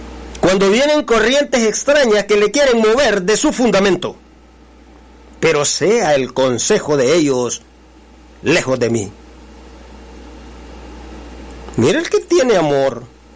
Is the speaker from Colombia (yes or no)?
no; El Salvador; moved away; es mi tierra, El Salvador, pero fíjese que yo aquí vivo, pero mi familia es la que vive allá. Mis amigos son los que viven allá. La gente con la que yo crecí es la que vive allá.